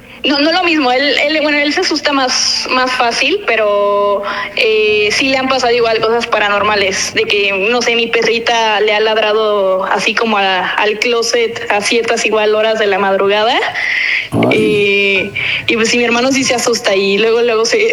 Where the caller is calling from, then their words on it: Mexico City, Mexico; De la Ciudad de México.